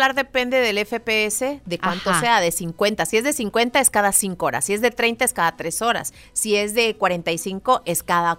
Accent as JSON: {"language": "Spanish", "country": "Mexico", "said": "como buen mexicano o mexicana que somos"}